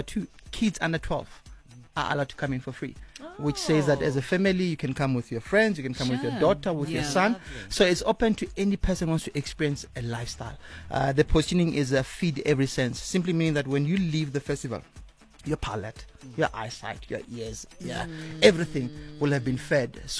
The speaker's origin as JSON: {"language": "English", "region": "Limpopo", "country": "South Africa", "tie": "born or raised there", "moved": "yes", "said": "I'm from Kwankowa, Limpopo."}